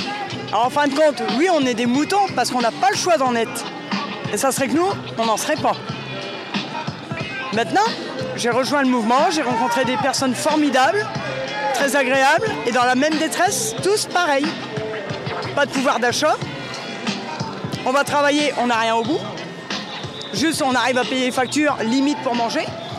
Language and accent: French; Hauts-de-France, France; Je viens d'à côté de Noyon. Un petit village, un hameau à côté de Noyon, qui est relié à Noyon.